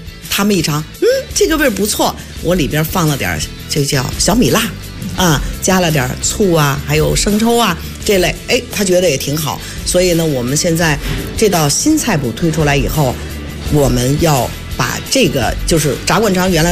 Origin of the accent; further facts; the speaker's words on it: Beijing, China; 作为一个北京人